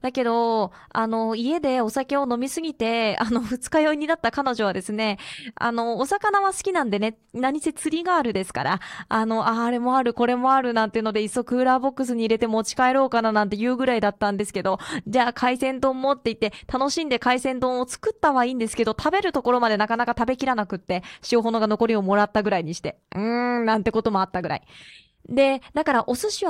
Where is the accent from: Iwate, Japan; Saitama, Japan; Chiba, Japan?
Iwate, Japan; Morioka; moved away as an adult; now in Miyagi, Japan; 2人して地元は岩手の盛岡なので、そうすると内陸なのよ